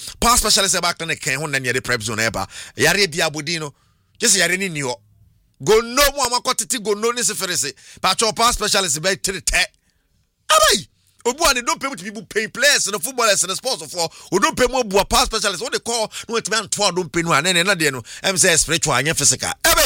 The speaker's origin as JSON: {"language": "English", "country": "Kenya", "said": "And I'm actually Kenyan"}